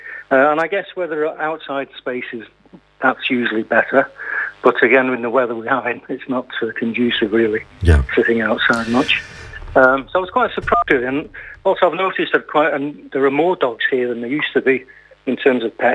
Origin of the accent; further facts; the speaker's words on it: Stockport, North West England, United Kingdom; now in France; I'm in France. From Stockport near Manchester.